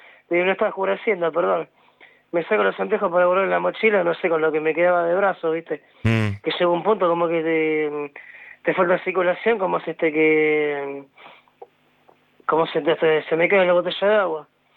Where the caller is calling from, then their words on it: San Justo, Buenos Aires Province, Argentina; De San Justo.